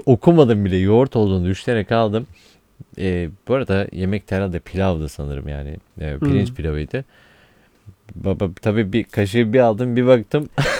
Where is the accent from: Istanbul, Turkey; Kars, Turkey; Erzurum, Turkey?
Kars, Turkey; moved away; kendi memleketim olduğu için söylüyorum. Hı-hı. Kars Ardahan Iğdır. Hı-hı. Zaten Kars'tan ayrılma hepsi.